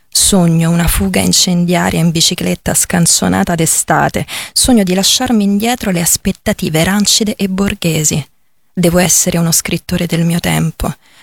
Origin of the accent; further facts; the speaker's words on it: Rome, Lazio, Italy; sono romana, però c'è un riferimento che faccio all'interno di un testo che è delle origini lucane della mia famiglia